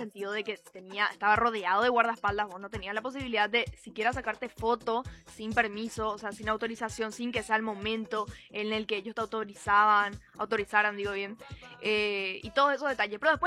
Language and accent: Spanish; Ciudad del Este, Alto Paraná, Paraguay; yo soy de Ciudad del Este